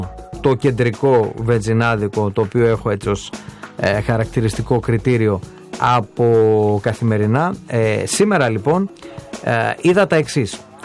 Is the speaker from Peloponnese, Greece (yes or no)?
no; Crete, Greece; τον τόπο μου